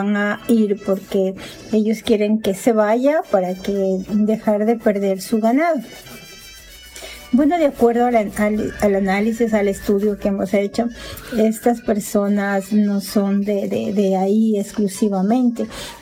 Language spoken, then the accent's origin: Spanish; Ecuador; Sí, yo soy ecuatoriana. La bandera de mi bello país, el Ecuador, está fuera de mi casa.